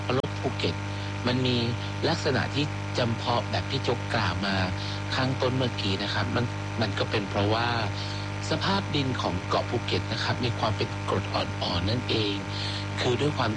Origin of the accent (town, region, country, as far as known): Phuket, Thailand